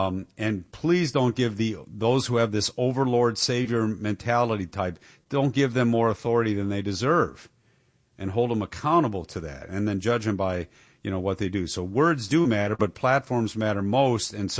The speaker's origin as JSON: {"language": "English", "region": "Michigan", "country": "United States", "tie": "born or raised there", "said": "I think it's happening in my home state. My original home state. I don't live there now, obviously. But Michigan."}